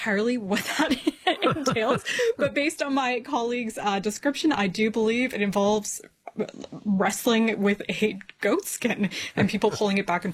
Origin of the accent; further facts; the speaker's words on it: Canada; And I am going to correct you. I'm Canadian.